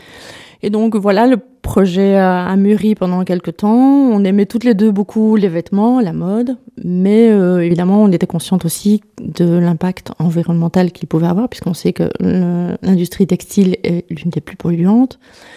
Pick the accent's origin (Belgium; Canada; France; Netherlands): Belgium; Namur, Wallonia; moi je suis namuroise, pure souche.